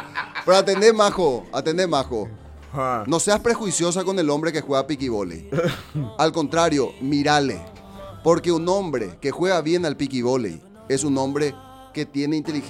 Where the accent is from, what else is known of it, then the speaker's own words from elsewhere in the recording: Argentina; born there; Yo nací en Zona